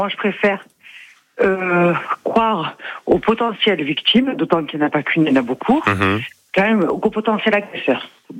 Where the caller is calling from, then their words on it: Marseille, Provence-Alpes-Côte d'Azur, France; je suis à Marseille